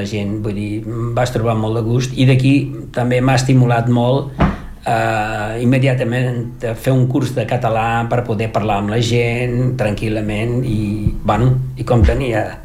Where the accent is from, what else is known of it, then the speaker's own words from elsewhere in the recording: Portugal; Catalan is a second language; moved away as an adult; now in Catalonia, Spain; l'anglès ha estat la meva segona llengua a Portugal.